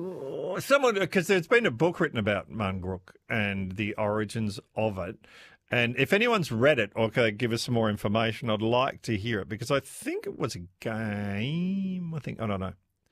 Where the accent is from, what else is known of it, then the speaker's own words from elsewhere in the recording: Tanzania; born there; I was born in Tanganyika, now Tanzania, and I remember going on safari with Dad, who used to put loose chains on his thighs to go through mud.